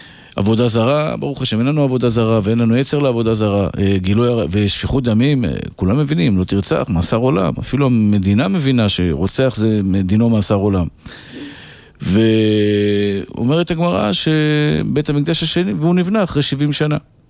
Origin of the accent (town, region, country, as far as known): Bnei Brak, Tel Aviv District, Israel; born or raised there